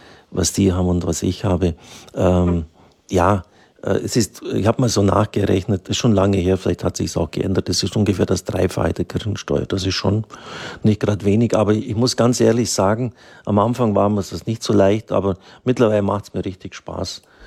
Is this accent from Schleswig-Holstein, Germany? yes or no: no; Baden-Württemberg, Germany; Ich bin ein Schwabe